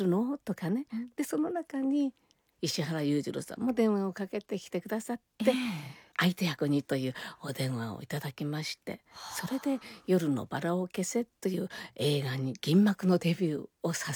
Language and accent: Japanese; Kyoto, Japan; born there; accent: Kansai dialect; 京都で生まれて、まあ、関西弁だったので